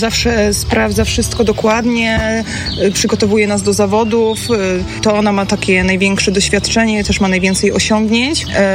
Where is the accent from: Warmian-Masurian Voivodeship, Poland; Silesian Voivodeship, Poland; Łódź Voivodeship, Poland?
Silesian Voivodeship, Poland; Jesteśmy grupą kowbojek ze Śląska, które każdego dnia udowadniają, że dziki zachód można, że również istnieć tutaj, pomiędzy familokami, lasami i śląskimi miastami.